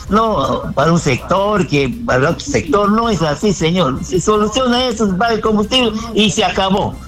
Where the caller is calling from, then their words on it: Iquitos, Loreto, Peru; de Iquitos.